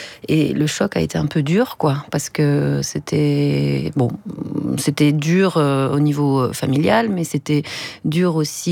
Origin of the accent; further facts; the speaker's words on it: Italy; born there; also born or lived in Africa / Brazil / Marne; Parce que moi je suis née en Italie, mon père est suisse, on habitait sur un bateau, sur un voilier, en Afrique, au Brésil.